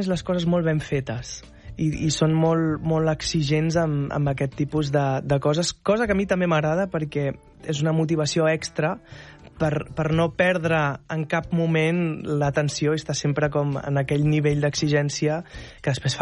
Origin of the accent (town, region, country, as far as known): Esparreguera, Catalonia, Spain